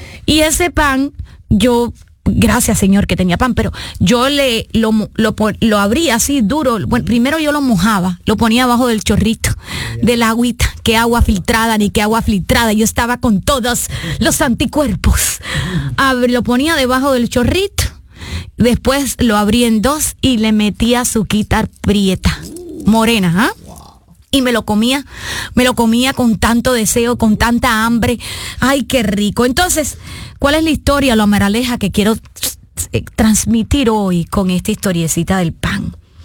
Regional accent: Cuba; moved away as an adult; porque yo soy cubana, cubana con un corazón internacional. ¿Ah? Sí, la libreta, ya se me está olvidando después de 32 años en este país, pero soy más cubana que las palmas.

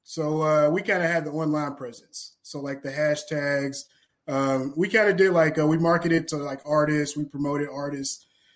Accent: Bowling Green, Kentucky, United States; now in Chicago, United States; I'm from Bowling Green, Kentucky. I went to Bowling Green High School, then went to Georgetown College, then came up to Chicago

